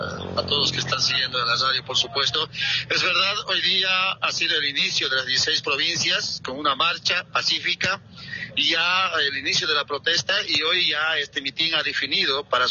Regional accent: Bolivia; como cualquier boliviano, hemos sufrido bastante.

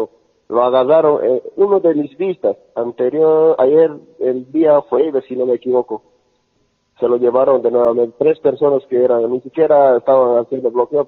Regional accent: Cochabamba, Bolivia; pero yo soy de Chapare, soy de Federación Trópico Central Eterazana.

